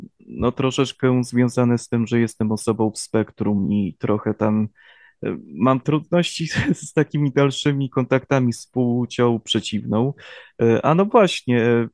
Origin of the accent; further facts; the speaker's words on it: Dachnów, Subcarpathian Voivodeship, Poland; Jestem z Dachnowa, dokładnie na Podkarpaciu